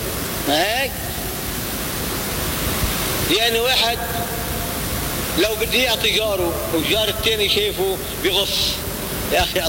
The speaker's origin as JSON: {"language": "Arabic", "country": "Lebanon", "said": "ما نحن لبنانيين مثلنا"}